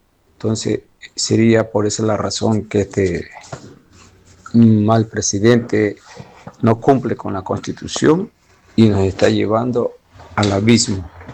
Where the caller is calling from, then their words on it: Portoviejo, Manabí, Ecuador; Le hablo desde Manabí, Puerto Viejo.